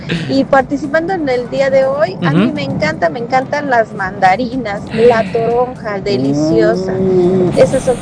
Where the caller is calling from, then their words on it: Mexico; soy de Jaltetelco